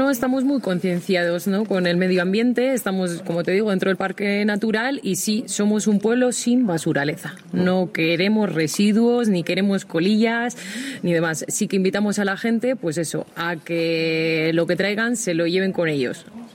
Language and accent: Spanish; Aguilar de Campoo, Castile and León, Spain; en mi caso vengo de Aguilar, ¿eh?